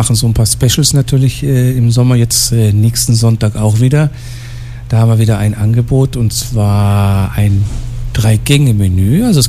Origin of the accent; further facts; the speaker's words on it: Germany; Und diesmal ist es mein Heimatland. Deutschland-Tour ist angesagt.